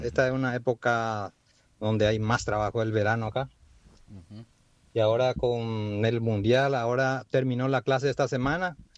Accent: Paraguay; now in United States; Salí de Paraguay, pero Paraguay nunca salió de mí.

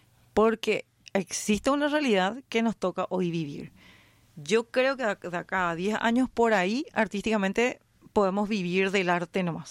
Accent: Paraguay; misma como paraguaya te digo

